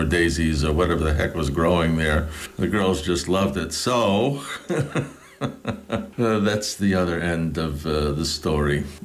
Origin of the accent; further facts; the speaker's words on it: New York City, New York, United States; Being a New Yorker, I went to a school at a little prep school called the McBurney School.